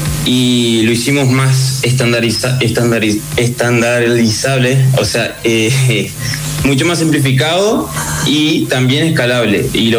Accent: Viale, Entre Ríos, Argentina; yo soy de Viale

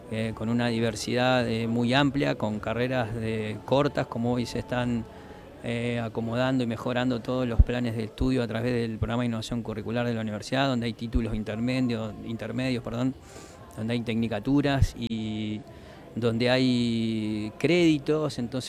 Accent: Concepción del Uruguay, Entre Ríos, Argentina; Sí, bueno, nosotros que somos de Concepción del Uruguay, hace años atrás, no muchos, venir acá era, che, vamos lejos.

